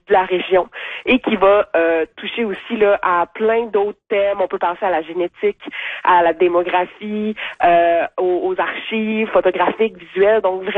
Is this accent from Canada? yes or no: yes; Quebec, Canada; Puis nous, on les a invités à venir chez nous en Allemagne, au Saguenay-Lac-Saint-Jean